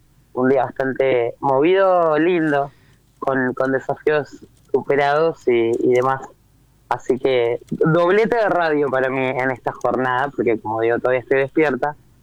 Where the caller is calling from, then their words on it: Ciudad de la Costa, Canelones, Uruguay; de Uruguay.